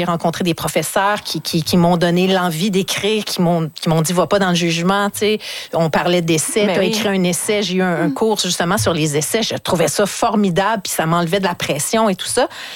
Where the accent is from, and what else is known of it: Charlesbourg, Quebec, Canada